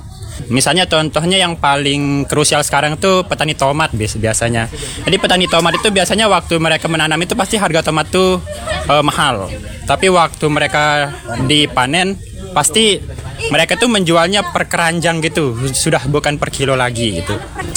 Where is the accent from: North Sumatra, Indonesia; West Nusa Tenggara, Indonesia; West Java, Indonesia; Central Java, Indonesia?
West Nusa Tenggara, Indonesia; Kelayu; Saya dari Lombok Timur, saya di Kelayu.